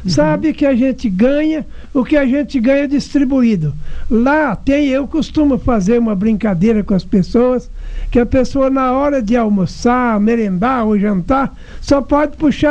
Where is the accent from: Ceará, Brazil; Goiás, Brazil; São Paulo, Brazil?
São Paulo, Brazil; now in Itapagipe, Brazil; eu sou paulista, eu moro aqui desde 1960